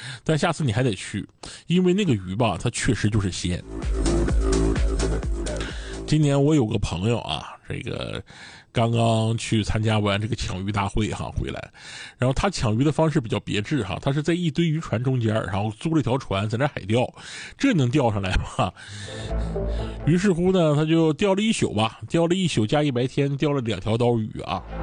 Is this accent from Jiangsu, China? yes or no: no; Dalian, Liaoning, China; 咱们大连人到底有多爱排队。